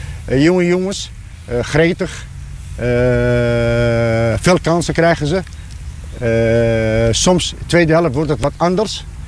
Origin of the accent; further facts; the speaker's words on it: Lelystad, Flevoland, Netherlands; Ja, ik ben opgegroeid in Lelystad.